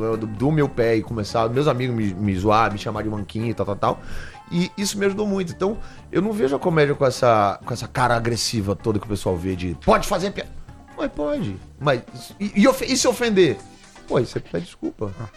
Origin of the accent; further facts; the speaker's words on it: Brazil; Eu sou humorista brasileiro, é isso que eu sou.